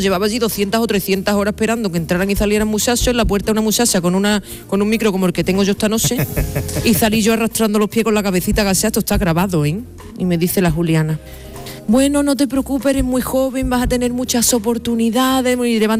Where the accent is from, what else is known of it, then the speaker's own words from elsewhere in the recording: Jerez, Andalusia, Spain; born there; Claro, porque nací en Jerez.